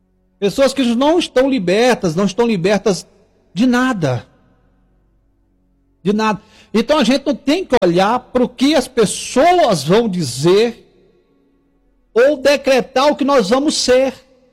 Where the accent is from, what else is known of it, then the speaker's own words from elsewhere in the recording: Tocantins, Brazil; No Nordeste, eu sou do Tocantins, no Nordeste, lá o povo, no Norte, né?